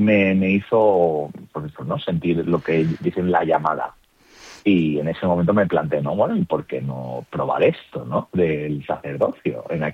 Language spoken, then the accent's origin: Spanish; Picassent, Valencian Community, Spain; Yo tomé la comunión en la parroquia de mi pueblo, que es Picassent, y pues bueno, empecé a participar en el grupo juvenil, el movimiento Juniors